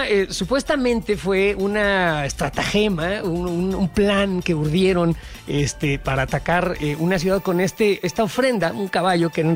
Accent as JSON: {"language": "Spanish", "country": "Mexico", "said": "con todo lo que nos quejamos los mexicanos"}